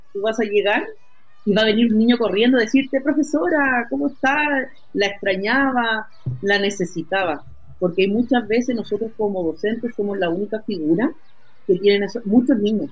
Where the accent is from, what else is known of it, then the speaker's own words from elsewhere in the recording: Viña del Mar, Valparaíso, Chile; now in Chañaral, Chile; Yo soy de Viña del Mar